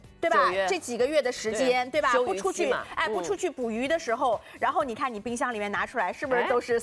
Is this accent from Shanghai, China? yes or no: yes; Shanghai, China; 其实我们就是对于我们上海人来说，可能到了大夏天，大家吃的会比较多的，对吧？就是清蒸带鱼，